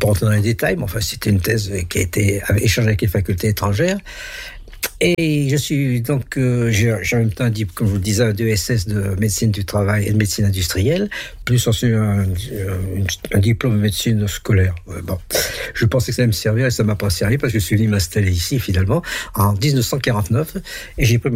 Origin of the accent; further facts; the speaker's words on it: Auvergne-Rhône-Alpes, France; born there; also born or lived in Bourg-de-Thizy, Haut-Beaujolais; Je suis né dans le Haut-Beaujolais, d'un petit bled qui s'appelle Bourg de Thésy, qui est pas très loin du, qui est entre Lyon et Roanne. J'en suis parti très petit, très jeune, et je suis mes parents qui étaient enseignants primaires. S'étaient installés dans la banlieue lyonnaise